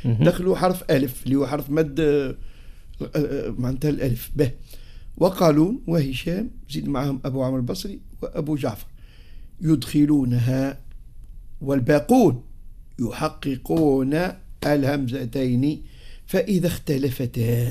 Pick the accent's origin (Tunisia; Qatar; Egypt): Tunisia; ورب يحفظ بلادنا تونس، الله محفوظة إن شاء الله